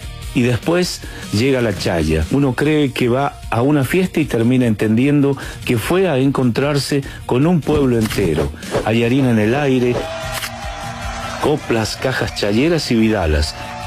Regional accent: Chilecito, La Rioja, Argentina; born there; Yo tuve suerte, nací acá abajo y entendí que la verdadera riqueza nunca estuvo escondida en el Famatina. Estuvo siempre alrededor, en su tierra, en su historia y en su gente. … soy de Chilecito

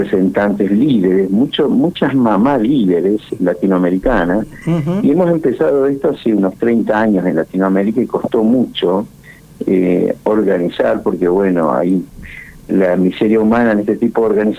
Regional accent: Villa Guillermina, Santa Fe, Argentina; moved away; yo soy de Villa Guillermina, nací en Villa Ana, así que soy coprovinciano de ustedes.

